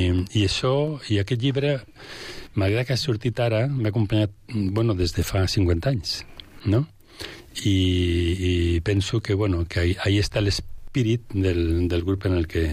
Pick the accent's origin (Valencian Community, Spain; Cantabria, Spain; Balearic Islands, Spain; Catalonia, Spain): Cantabria, Spain; Santoña; born there; al poble del naixement, Santonya, que vaig estar, vam fer ja una activitat, no? Pujant al Monte Buciero